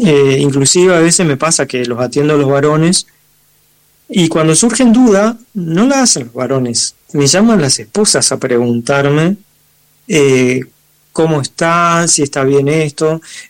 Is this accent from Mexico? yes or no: no; Chaco, Argentina; also born or lived in Corrientes; now in Buenos Aires, Argentina; si bien yo vivo en Buenos Aires, yo soy chaqueño y me recibí de médico en Corrientes, yo atiendo la zona del litoral, yo voy una vez al mes a Chaco